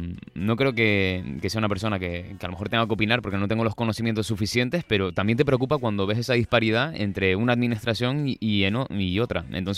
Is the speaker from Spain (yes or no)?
yes; Canary Islands, Spain